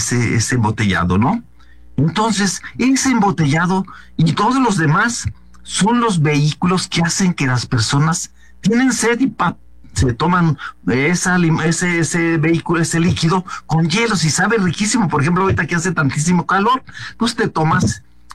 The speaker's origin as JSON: {"language": "Spanish", "region": "Oaxaca", "country": "Mexico", "tie": "born there", "said": "Yo soy del estado de Oaxaca y le estaba diciendo que nacimos allá en una parte muy, muy apartada de todo."}